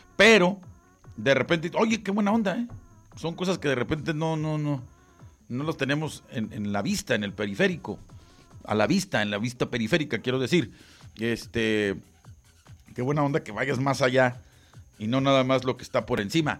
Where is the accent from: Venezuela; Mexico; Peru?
Mexico; now in Tijuana, Mexico; los mexicanos, especialmente los que vivimos en Tijuana, que no somos iguales a los demás